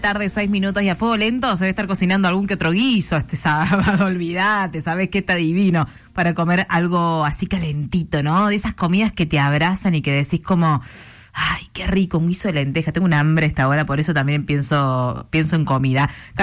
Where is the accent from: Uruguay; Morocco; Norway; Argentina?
Argentina; Córdoba; como hincha de Rosario Central, prefiero que gane Belgrano, porque soy de Córdoba